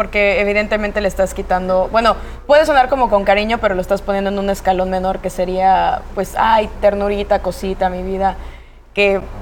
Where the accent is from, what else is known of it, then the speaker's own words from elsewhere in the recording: Mexico; así somos los mexicanos